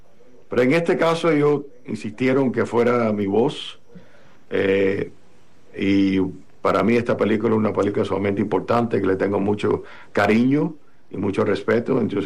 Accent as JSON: {"language": "Spanish", "country": "Cuba", "tie": "born or raised there", "said": "por supuesto, en mi país natal, en Cuba, durante la guerra de independencia"}